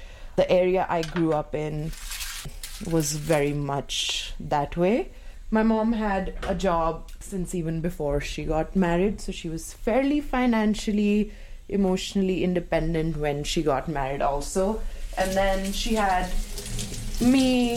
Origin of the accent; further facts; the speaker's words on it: Ghaziabad, Uttar Pradesh, India; moved away as an adult; now in Kingston, Canada; It's this town named Ghaziabad. It's in the state of Uttar Pradesh. It's about 2 hours from Delhi, which is the national capital. Suburbia, but not really. Not as fancy or as bougie as how North America suburbs look like.